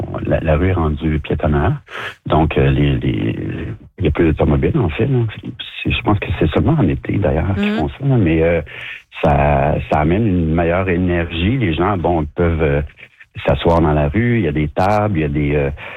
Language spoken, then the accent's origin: French; Montreal, Quebec, Canada; je suis Montréalais d'origine. Donc, j'ai vu la rue Mont-Royal, la rue Ontario.